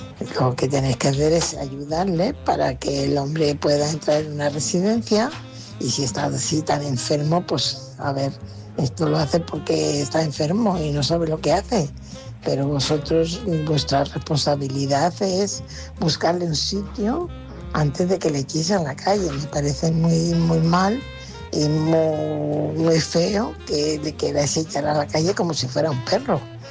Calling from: Fuenlabrada, Community of Madrid, Spain; corresponsal de Fuenlabrada.

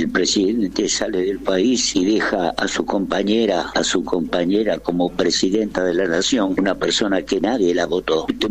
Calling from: Almagro, Buenos Aires, Argentina; de Almagro.

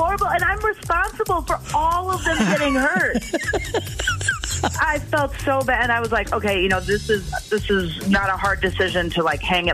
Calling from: McFarland, Wisconsin, United States; I'm from McFarland.

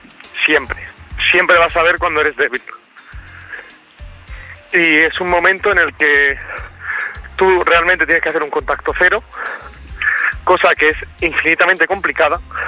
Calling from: Madrid, Community of Madrid, Spain; Soy corresponsal de Madrid

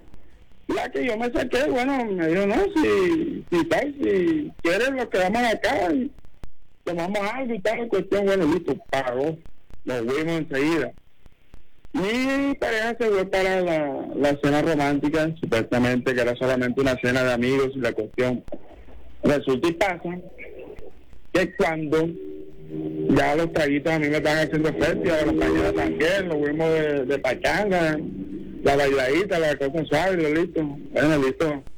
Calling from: Caribbean Region, Colombia; yo vivo acá en el Salvaje, pero yo soy costeño, pero vivo en la región momposina.

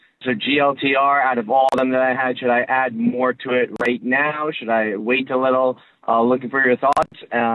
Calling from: New York, United States; from New York.

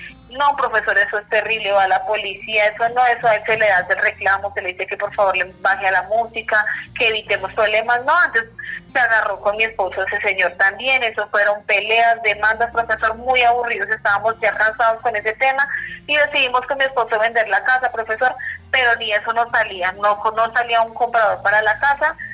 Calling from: Bogotá, Bogotá D.C., Colombia; estoy llamando desde Bogotá, del barrio La Coruña.

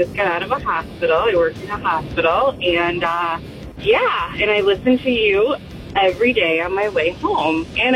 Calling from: Schaumburg, Illinois, United States; I'm out in Schaumburg.

